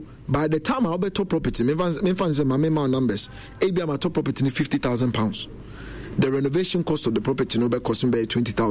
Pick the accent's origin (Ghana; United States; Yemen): Ghana; now in London, United Kingdom; I'm originally from Ghana.